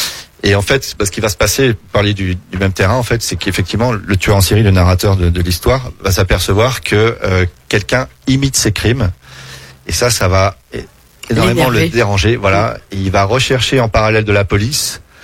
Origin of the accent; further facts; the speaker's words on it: France; quand on est français